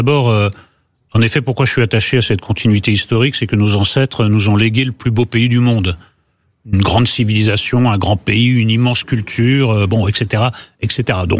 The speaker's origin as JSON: {"language": "French", "region": "Nouvelle-Aquitaine", "country": "France", "tie": "born or raised there", "said": "Moi, j'ai été élevé au Pays Basque"}